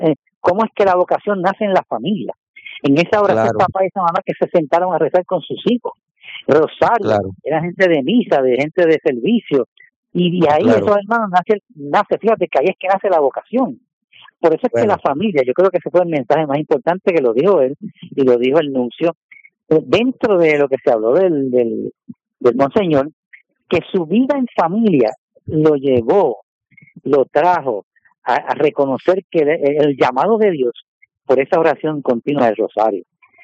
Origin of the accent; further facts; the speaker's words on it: San Juan, Puerto Rico; Yo soy de San Juan y venía de un hermano mío, diácono, al lado mío era de uno de Humacao y había otro diácono que era de Arecibo.